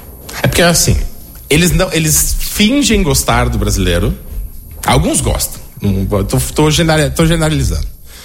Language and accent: Portuguese; Brazil; moved away as an adult; now in Portugal; E gosto muito de ser latino. Gosto muito de ser brasileiro.